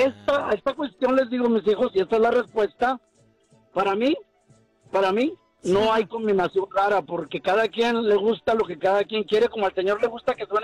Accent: Monterrey, Nuevo León, Mexico; Yo soy de Monterrey.

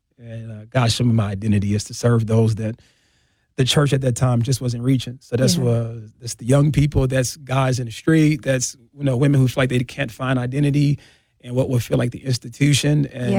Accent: Milwaukee, Wisconsin, United States; I'm born and raised in Milwaukee.

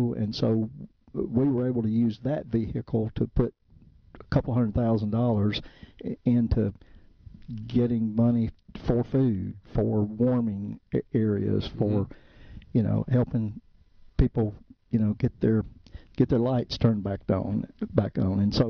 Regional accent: Amory, Mississippi, United States; I grew up in Amory

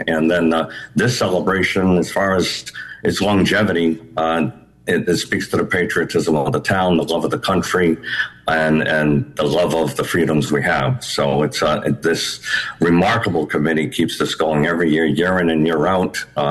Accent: Bristol, Rhode Island, United States; I was 15 years old, and I was in a small marching band from my hometown.

